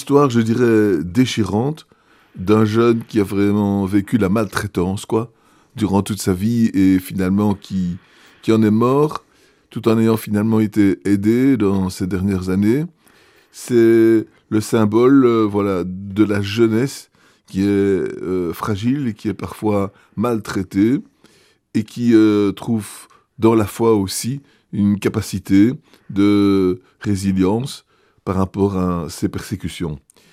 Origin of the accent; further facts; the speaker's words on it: Liège, Wallonia, Belgium; chez nous à Liège